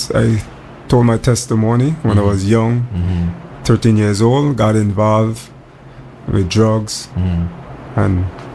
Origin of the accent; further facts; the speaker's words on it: St. Croix, U.S. Virgin Islands; also born or lived in Anguilla; Yes, actually, I was born in Anguilla, and then my family migrated to St. Croix, U.S. Virgin Islands. That's where I did some of my schooling, from elementary to high school.